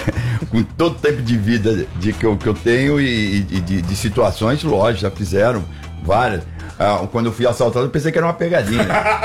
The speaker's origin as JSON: {"language": "Portuguese", "region": "São Paulo", "country": "Brazil", "tie": "born there", "said": "Eu nasci na Parada Inglesa, Zona Norte de São Paulo. É uma família simples, humilde, batalhadora, tranquila, imigrante português."}